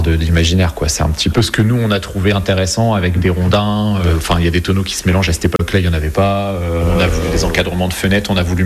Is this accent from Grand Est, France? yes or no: no; Normandy, France; on est normand et on descend des vikings, qui sont des peuples du nord.